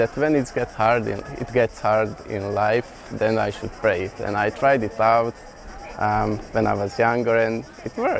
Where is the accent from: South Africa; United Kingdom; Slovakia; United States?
Slovakia; I'm from Slovakia, but I'm Hungarian.